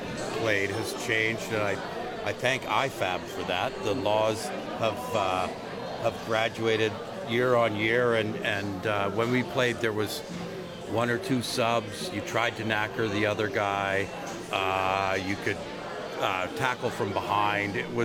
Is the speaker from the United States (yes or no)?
no; Canada; But we're all gutted as Canadian players, past players for Coney